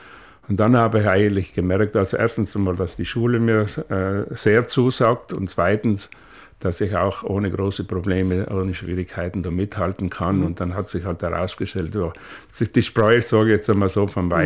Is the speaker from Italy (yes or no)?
yes; Trentino-Alto Adige, Italy; mit dem Reden sind wir Südtiroler oft ein bisschen faul